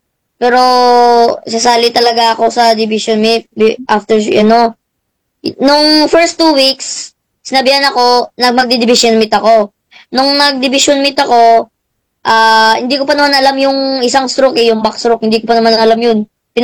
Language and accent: Tagalog; Cadiz City, Western Visayas, Philippines; Negros sa Cadiz City.